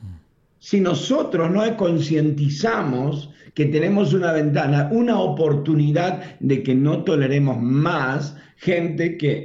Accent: Argentina

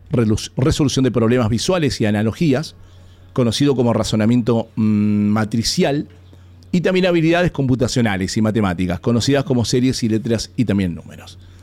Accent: Mendoza, Argentina

